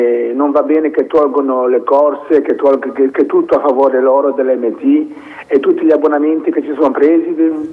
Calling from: Genoa, Liguria, Italy; da genovese

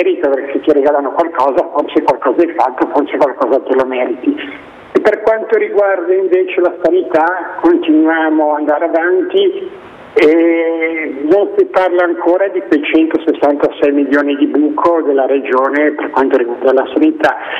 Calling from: Genoa, Liguria, Italy

